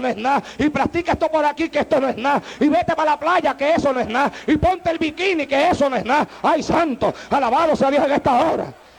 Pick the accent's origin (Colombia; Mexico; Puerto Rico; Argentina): Puerto Rico; moved away; Porque cuando yo salí de Puerto Rico para acá, a mí me dijeron que acá yo no podía predicar como predicaba en Puerto Rico.